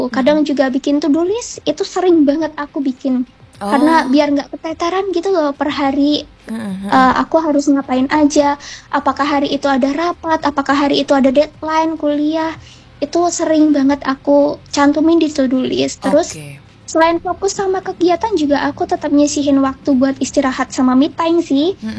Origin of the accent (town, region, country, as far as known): Tegal, Central Java, Indonesia; moved away